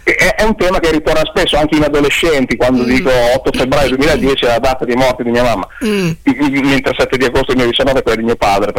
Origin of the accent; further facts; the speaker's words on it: Bologna, Emilia-Romagna, Italy; accent: Bologna; non siete neanche inglesi, io sono di Bologna.